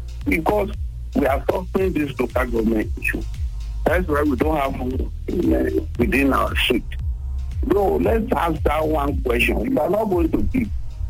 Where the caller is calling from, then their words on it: Ibadan, Oyo, Nigeria; from Challenge.